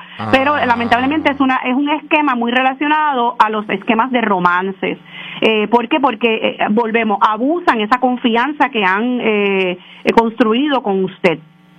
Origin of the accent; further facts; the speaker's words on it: San Juan, Puerto Rico; Yo soy de San Juan.